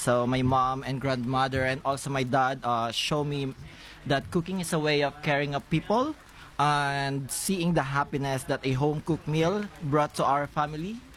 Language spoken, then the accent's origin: English; Philippines; English is a second language; Yeah, so I grew up in the Philippines where food was always at the center of a family life.